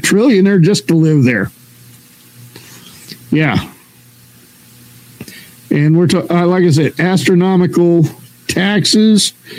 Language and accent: English; Idaho, United States; also born or lived in California; I know I lived in California, but I was born and raised in Idaho.